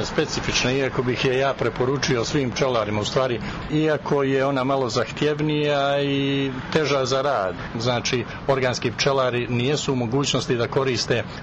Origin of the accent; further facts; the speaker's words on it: Montenegro; Poznato je da su velike suše i vrućine kod nas u Crnoj Gori, što značajno utiče na naše pčele.